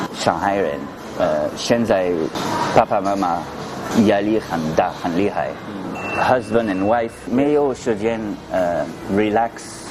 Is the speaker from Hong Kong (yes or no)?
no; France; Chinese is a second language; moved away as an adult; now in Shanghai, China; 比如说我是法国人，但是我的太太是上海人